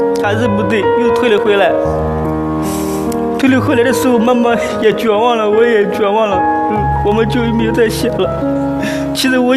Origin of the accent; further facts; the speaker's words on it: Anhui, China; also born or lived in Guizhou; 我母亲跟我说我们就是贵州人士，不是安徽人。